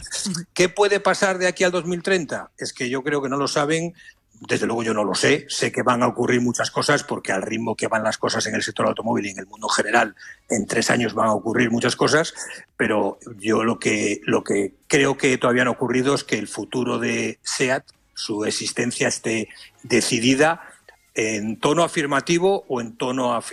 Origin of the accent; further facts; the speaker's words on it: Spain; a mí particularmente como español y apasionado del automóvil